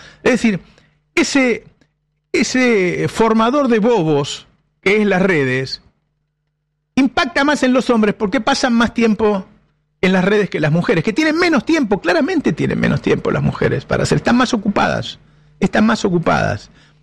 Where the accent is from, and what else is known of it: Argentina